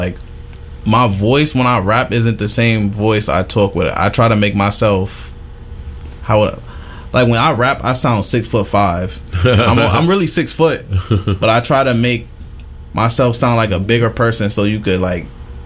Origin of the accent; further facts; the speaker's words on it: Albany, New York, United States; I'm from Albany, but I see Albany in a different light because I know a lot of the creators.